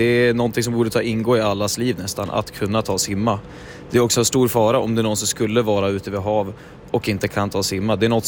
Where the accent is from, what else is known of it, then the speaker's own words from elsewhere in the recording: Östersund, Jämtland County, Sweden; born there; Jag är från Östersund.